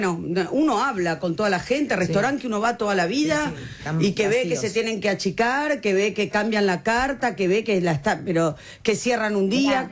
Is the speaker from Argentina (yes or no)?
yes; Argentina; como somos los argentinos